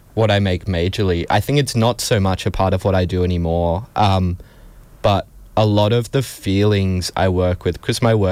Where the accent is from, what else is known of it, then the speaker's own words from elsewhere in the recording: Sydney, New South Wales, Australia; moved away; growing up in Sydney and commuting across the city to go to and from school